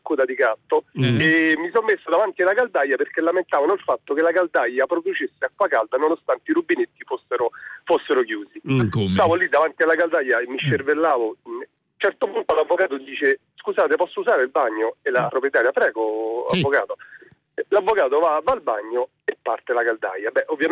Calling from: Rome, Lazio, Italy; Io sono un tecnico, sono un geometra di Roma

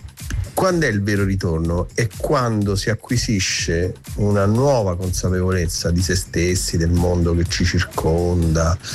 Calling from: Rome, Lazio, Italy

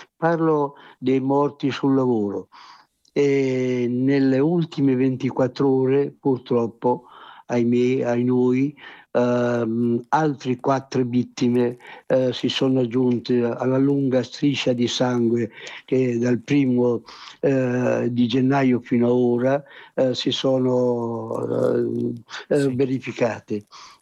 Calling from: Senigallia, Marche, Italy; Il mio paese è Montignano, è a pochi chilometri dal centro di...

